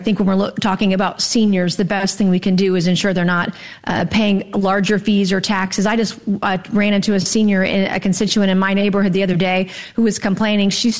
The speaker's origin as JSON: {"language": "English", "region": "South Carolina", "country": "United States", "tie": "born or raised there", "said": "After that stabbing in Spartanburg 2 days later near my hometown in South Carolina"}